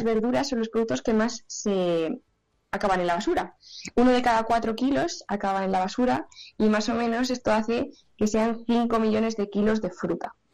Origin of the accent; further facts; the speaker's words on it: Fuente-Almejil, Castile and León, Spain; pues pasa en muchos pueblos de Soria, por ejemplo. Sin ir más lejos, mi pueblo es Fuente-Almejil. Nos tenemos que desplazar prácticamente 20 kilómetros hasta la tienda más cercana de alimentación.